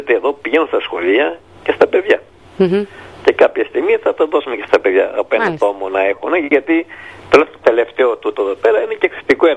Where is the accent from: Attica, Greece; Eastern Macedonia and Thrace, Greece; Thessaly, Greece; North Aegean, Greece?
North Aegean, Greece; Lesbos; born there; moved away as an adult; now in Kardamyla, Chios, Greece; εγώ είμαι από τη Μυτιλίνη, ζω στα Καρδάμηλα 48 χρόνια.